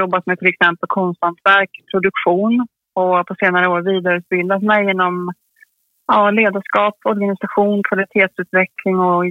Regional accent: Örebro, Örebro County, Sweden; moved away as an adult; also born or lived in Skåne; Jag bor i Örebro. Jag är uppvuxen i Örebro, har bott där hela barndomen och flyttade sen för studier. Så sen har jag bott på några olika städer i Sverige.

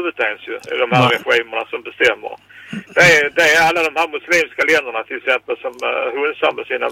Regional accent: Sweden; born there; att vi är födda i Sverige, du och jag och alla andra.

